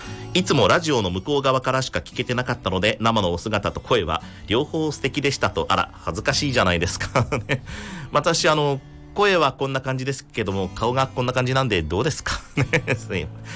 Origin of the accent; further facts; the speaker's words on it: Utsunomiya, Tochigi, Japan; 私宇都宮でも外れの生まれ育ちなので